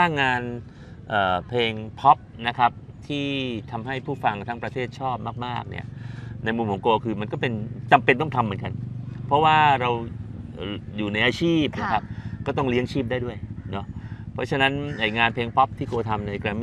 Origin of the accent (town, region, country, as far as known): Southern Thailand, Thailand; accent: Southern Thai dialect